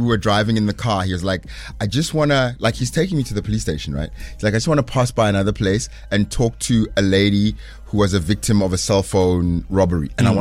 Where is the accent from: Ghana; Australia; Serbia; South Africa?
South Africa; as a South African